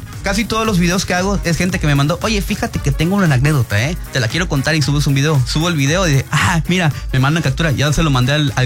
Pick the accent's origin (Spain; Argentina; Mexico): Mexico; como yo, como buen mexicano pobre, no tenía datos